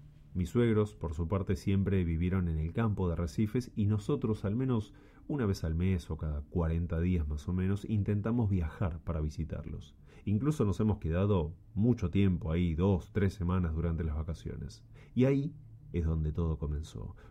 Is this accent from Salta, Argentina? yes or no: no; San Isidro, Buenos Aires Province, Argentina; now in San Fernando, Argentina; Yo en realidad soy de San Isidro.